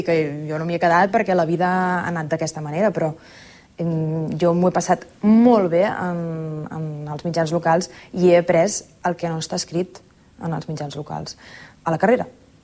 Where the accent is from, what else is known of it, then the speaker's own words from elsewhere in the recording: Sabadell, Catalonia, Spain; jo era del poble, era de Sabadell